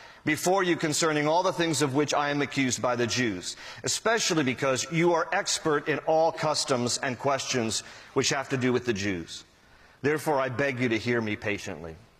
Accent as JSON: {"language": "English", "region": "West Virginia", "country": "United States", "said": "You know, look, you know, I'm from West Virginia. I can make fun of my people, ladies and gentlemen. Webster County, West Virginia."}